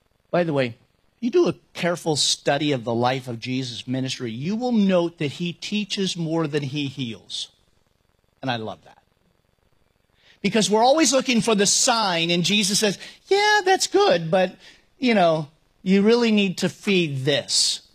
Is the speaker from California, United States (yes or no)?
yes; Napa, California, United States; moved away as an adult; now in Myrtle Beach, United States; that I would have to leave my hometown because I would not be as effective for God in Napa as I would be in Myrtle Beach. And I'm thankful that I escaped California and that I am here.